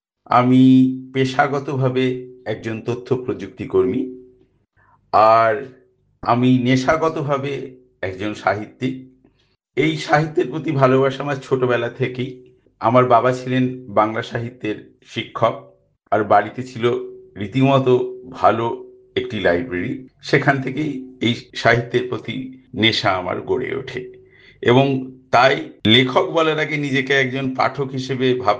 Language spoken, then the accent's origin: Bangla; West Bengal, India; moved away; আমার ছোটবেলায় গ্রামে কেটেছে, মুর্শিদাবাদের গ্রামে।